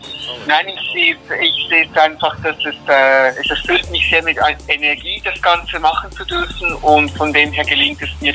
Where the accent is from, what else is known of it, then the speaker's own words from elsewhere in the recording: Switzerland; Und wir Kinder sind dann hier in der Schweiz geboren und aufgewachsen.